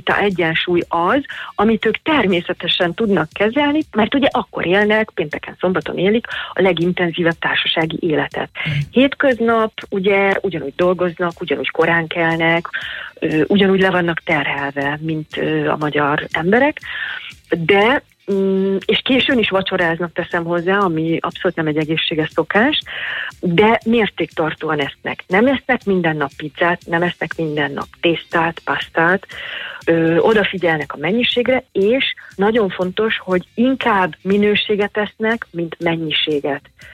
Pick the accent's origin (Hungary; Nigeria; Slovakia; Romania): Hungary